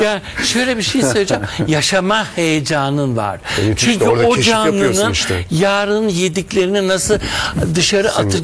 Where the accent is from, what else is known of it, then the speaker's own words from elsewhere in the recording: Istanbul, Turkey; Tabii öyle Anadolu'da falan değil. İstanbul'da doğdum, büyüdüm.